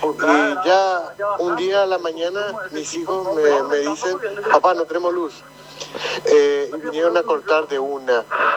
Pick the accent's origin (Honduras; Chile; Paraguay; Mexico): Paraguay; Ciudad del Este, Alto Paraná; Yo soy de Ciudad del Este.